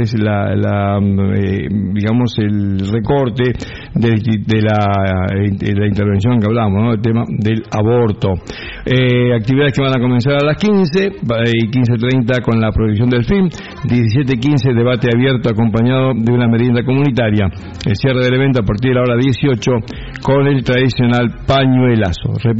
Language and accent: Spanish; Galicia, Spain; Tengo tiempo, tengo paciencia, soy gallego.